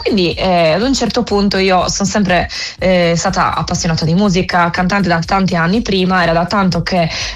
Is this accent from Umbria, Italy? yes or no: no; Sardinia, Italy; mai scritto in sardo, io ho sempre scritto canzoni, però non nella mia, diciamo, nella lingua della mia terra.